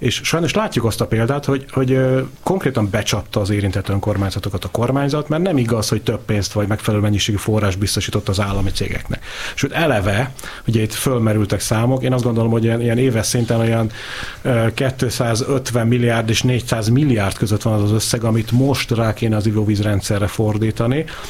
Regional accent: Pécs, Baranya, Hungary; én pécsi vagyok

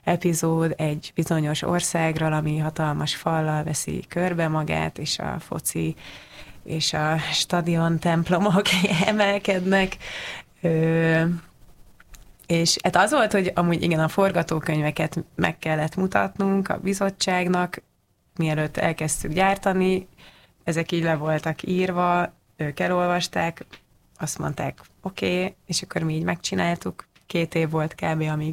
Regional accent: Hungary; hogy így honnan jössz, Magyarországról jössz, akkor mindig meg kell beszélni, hogy miért úgy

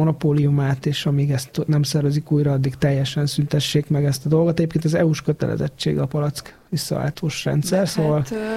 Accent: Kecskemét, Bács-Kiskun, Hungary; én szülővárosomban Kecskeméten is látom, hogy szinte ugyanaz megy, mint a mint Budapesten.

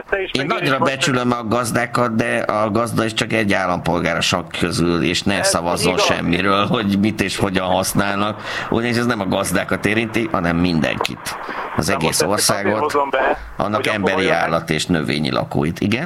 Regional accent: Baranya, Hungary; meg mit tudom én a Mecsekre is nagyon büszke vagyok, fel félét. És tessék, ott nőttem föl.

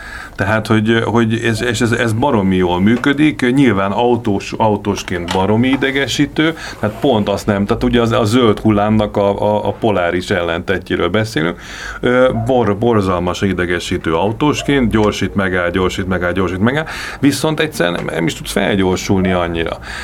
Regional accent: Budapest, Hungary; a budai környéken, ahol én felnőttem

